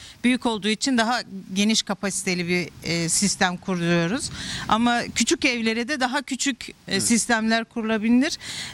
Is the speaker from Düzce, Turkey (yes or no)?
no; Tunceli Province, Turkey; Tunceliyim. Yaklaşık 8 yıldır Nihat abilerle komşuyuz.